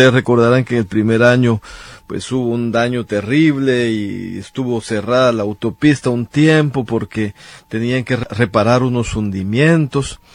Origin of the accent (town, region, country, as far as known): Guatemala